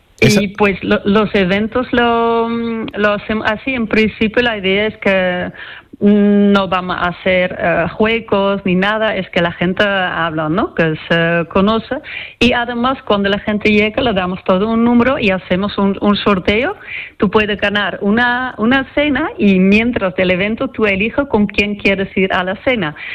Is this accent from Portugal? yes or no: no; Netherlands; Spanish is a second language; moved away as an adult; now in Málaga, Spain; yo soy holandesa